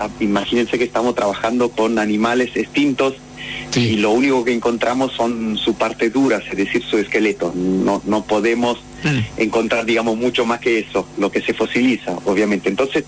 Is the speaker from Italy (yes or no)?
yes; Italy; moved away as an adult; now in Argentina; antes de mudarme acá en Argentina, trabajé bastante en Italia, de donde vengo